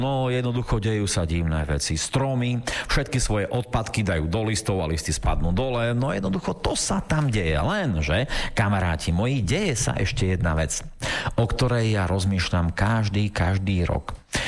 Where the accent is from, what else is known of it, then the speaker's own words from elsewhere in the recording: Bardejov, Prešov Region, Slovakia; lebo ja som sa narodil v Bardejove a tam som prežil celé svoje detstvo.